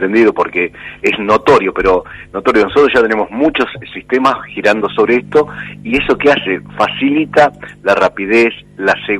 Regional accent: Pergamino, Buenos Aires Province, Argentina; also born or lived in Santa Fe; Pergaminense, de nacido, criado, salvo los 4 años que viví en la ciudad de Santa Fe, en la querida Facultad de Ciencias de la Administración.

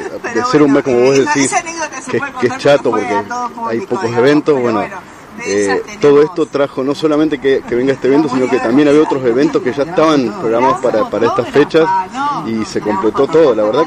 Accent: Santa Fe, Argentina; estos tipos de eventos, la verdad que nos enorgullecen como santafesinos.

